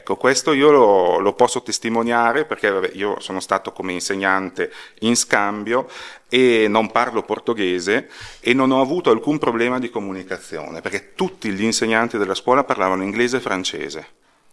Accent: Lombardy, Italy; now in Cremona, Italy; Io mi affaccio sempre volentieri anche dalla parte nord per guardare il mio paese d'origine

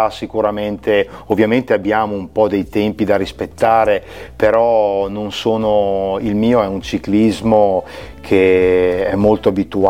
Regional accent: Cremona, Lombardy, Italy; attaccatissimo al mio paese e soprattutto in questo caso anche al mio territorio cremonese casalasco.

